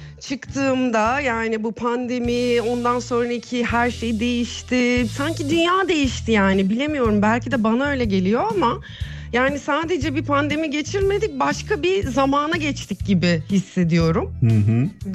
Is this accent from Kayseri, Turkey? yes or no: no; Istanbul, Turkey; İstanbul'da yaşıyorum ben. Her zaman burada yaşadım. Doğma büyüme İstanbulluyum.